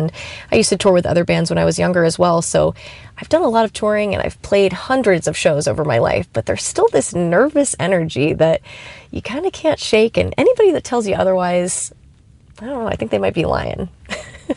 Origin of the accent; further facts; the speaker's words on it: Akron, Ohio, United States; I'm also from Akron, Ohio, although I happen to be quite far from home right now